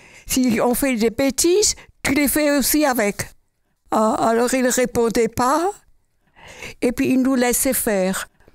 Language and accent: French; Wissembourg, Grand Est, France; born there; Je suis née à Wissembourg. C'est au nord de l'Alsace.